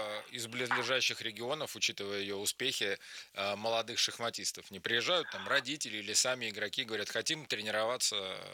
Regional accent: Vladimir, Vladimir Oblast, Russia; Я из Владимирского области, самого Владимира.

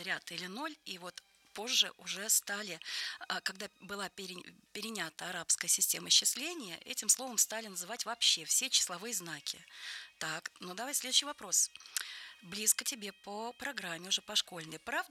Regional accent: Kaluga, Kaluga Oblast, Russia; Я тоже из Калуги.

